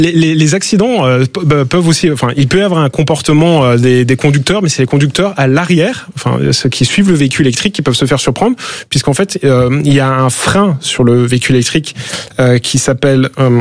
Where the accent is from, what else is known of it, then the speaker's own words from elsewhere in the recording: Grand Est, France; Moi, je suis Alsacien, je suis très fier de cette région-là. Je sais qu'on a d'excellentes écoles là-bas.